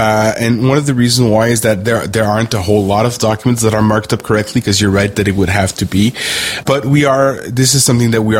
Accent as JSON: {"language": "English", "country": "Canada", "said": "because I am a Canadian. So for my fellow Canadian"}